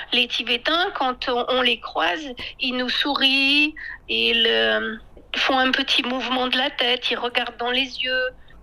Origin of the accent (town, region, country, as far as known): France